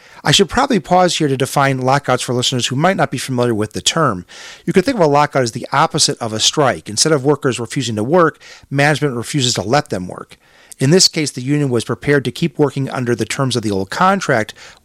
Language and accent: English; Chicago, Illinois, United States; Growing up in Chicago, living in Chicago the vast majority of my life